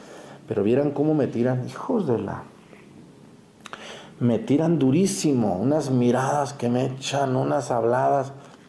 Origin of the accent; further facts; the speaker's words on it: Jalisco, Mexico; moved away; allá en mi tierra, en Jalisco